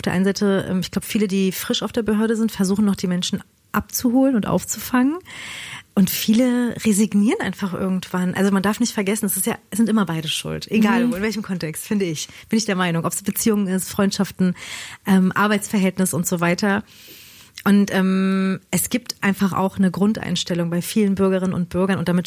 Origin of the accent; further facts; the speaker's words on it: Berlin, Germany; obwohl ich gebürtige Berlinerin bin